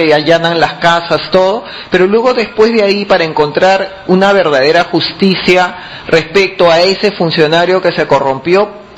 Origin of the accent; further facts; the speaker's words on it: Marcona, Ica, Peru; Yo nací en Marcona.